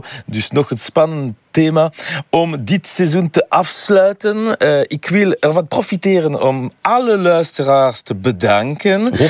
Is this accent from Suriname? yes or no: no; Belgium; now in Paris, France; Ik ben in Parijs, maar ik blijf Belg.